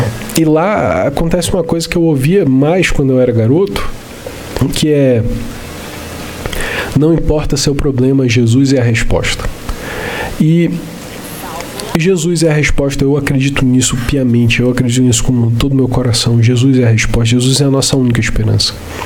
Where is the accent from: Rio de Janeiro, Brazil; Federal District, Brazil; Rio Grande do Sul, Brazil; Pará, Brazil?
Pará, Brazil; Belém; born there; moved away; eu cresci em Belém do Pará, mesmo não sendo paraense de nascimento, né? Boa parte da minha vida foi, não foi minha vida toda lá, mas uma boa parte da minha vida foi lá.